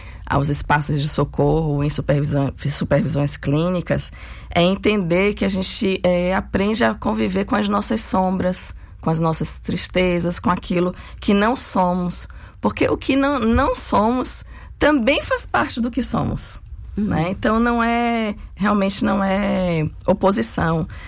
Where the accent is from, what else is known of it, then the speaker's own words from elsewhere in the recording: Northeast Region, Brazil; enquanto nordestina mesmo, né? Uma mulher mestiça, sapatão, mãe, tenho filho de 19 anos, psicoterapeuta